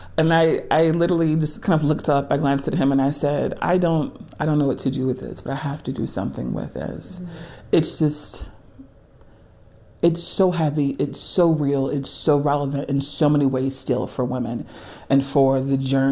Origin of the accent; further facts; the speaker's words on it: Louisiana, United States; moved away as an adult; now in Colorado, United States; So about 4 years ago, I went to Louisiana, my home state. I'd been living in Colorado for a few years